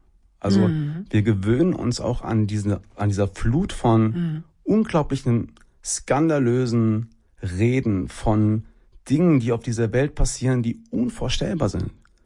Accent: Cologne, North Rhine-Westphalia, Germany; ich komme aus Köln-Ehrenfeld, das ist ein durch und durch gentrifiziertes Viertel, in dem 50% Grün wählen und 25% links.

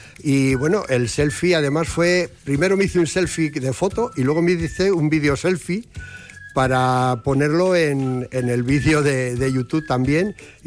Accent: Briviesca, Castile and León, Spain; yo soy un amante de mi provincia. Y primero te diría mi pueblo, que Briviesca

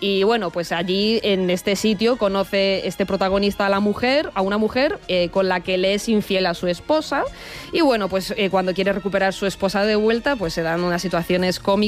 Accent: Russia; bueno, ya yo os digo como rusa que es un tipo de carácter que también existe en Rusia, ¿no?

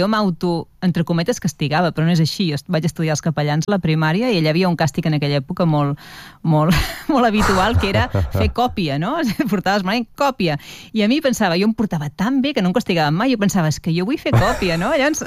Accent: Vilafranca del Penedès, Catalonia, Spain; now in Barcelona, Spain; que per mi és el meu poble, és a dir, jo em sento més vilafranquina que res, no? Jo veig les vinyes i ja em sento a casa. Sí. I allà vaig passar la infància fins als 18 anys, que vaig tornar a Barcelona per estudiar.

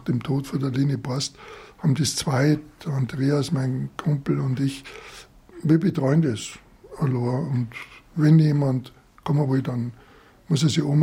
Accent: Munich, Bavaria, Germany; Das ist so, ich bin in Allach aufgewachsen und habe nie was von der Borstei gehört.

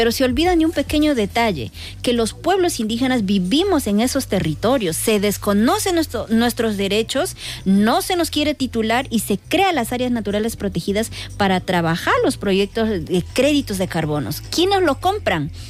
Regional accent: Amazon, Peru; Sí, yo soy de la Amazonía de Perú, el pueblo Kichwa

